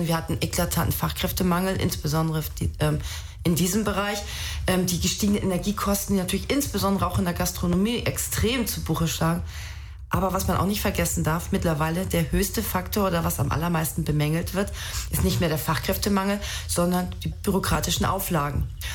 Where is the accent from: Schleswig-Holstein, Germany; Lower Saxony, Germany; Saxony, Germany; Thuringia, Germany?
Schleswig-Holstein, Germany; Also ich bin Holsteiner Dirn, das müssen Sie mir nachsehen. Mit dem Friesisch bin ich nicht versiert.